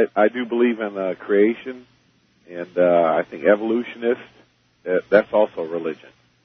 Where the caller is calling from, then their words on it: Warren, Michigan, United States; Warren. Michigan, out of CKLW, Windsor, Canada.